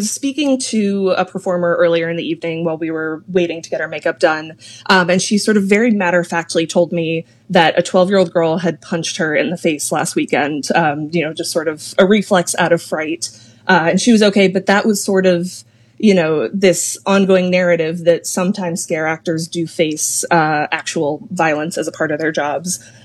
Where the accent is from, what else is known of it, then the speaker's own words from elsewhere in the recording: Montgomery County, Maryland, United States; I grew up in Montgomery County